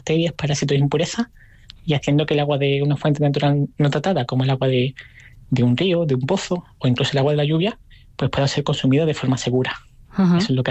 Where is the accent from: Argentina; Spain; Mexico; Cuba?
Spain; Málaga, Andalusia; moved away as an adult; yo me fui, claro, bien jovencito de Málaga, me fui con apenas 20 años, no he vuelto a vivir en Málaga